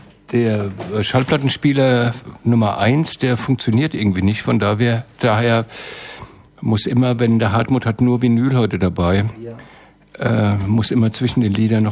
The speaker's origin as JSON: {"language": "German", "town": "Frankfurt", "region": "Hesse", "country": "Germany", "said": "wir kommen ja aus dem Osten Frankfurts und Offenbachs."}